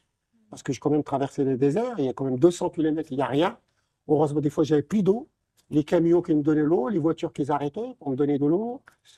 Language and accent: French; Morocco; born there; je suis né au Maroc et je suis parti le 7 février de Casablanca.